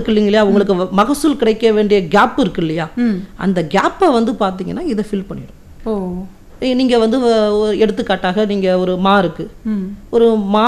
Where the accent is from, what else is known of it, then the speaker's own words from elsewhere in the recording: Karaikal, Puducherry, India; நான் காரைக்கால் மண்ணை சேர்ந்தவன் தான் மேடம். காரைக்கால் கோட்டுச்சேரிக்கு பக்கத்தில் புத்தக்குடிங்கிற கிராமத்திலேருந்து நான் வரேன் மேடம்.